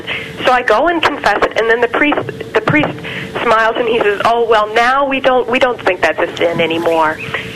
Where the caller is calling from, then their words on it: Milwaukee, Wisconsin, United States; I'm from Milwaukee, Wisconsin.